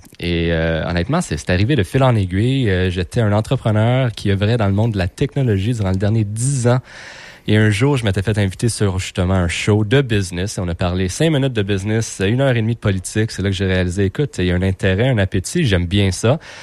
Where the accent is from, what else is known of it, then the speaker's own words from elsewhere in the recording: Montreal, Quebec, Canada; Je viens de Montréal, je suis okay. De l'ouest de l'île, sauf que mes deux parents sont Québécois pure laine. Je suis pure laine, donc français, c'est ma langue.